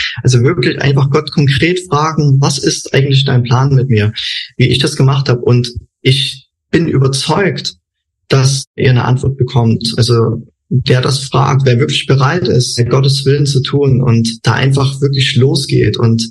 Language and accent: German; Saxony, Germany; moved away as an adult; now in Thailand; Und zwar komme ich ursprünglich aus Sachsen. Und in Sachsen, da gibt es ein Wort, also sagt man auf Sächsisch, Kanai.